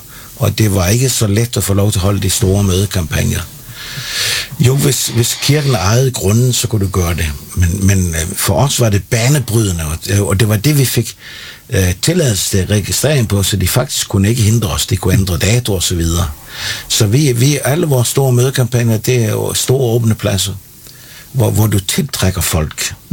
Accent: Capital Region of Denmark, Denmark; Altså, jeg er fisker søn fra Bornholm. Og som dreng så tog jeg også ude i robåden med pilken

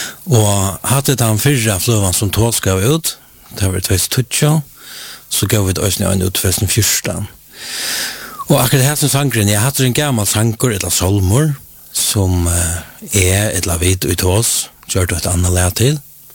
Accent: Faroe Islands; jeg er 24 år, 24 år gammel, og jeg er fødder av landsjukhus nå, men jeg er oppvaksen og i Fuklafire.

